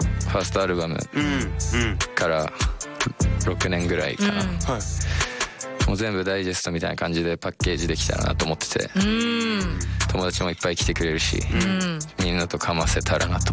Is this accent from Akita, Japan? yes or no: yes; Akita, Japan; 自分の地元秋田市の津崎ってところなんですけど、そこはちょっとだんだんこう一つにまとまってきてて